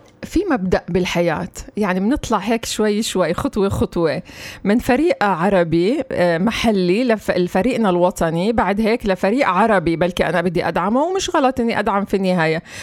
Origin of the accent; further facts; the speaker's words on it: Palestine; لأن إحنا فلسطينيين وقريبين على الأشقاء بالأردن